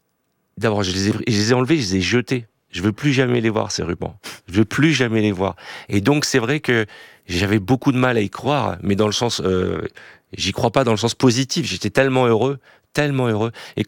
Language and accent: French; France; Je suis français, juif d'abord.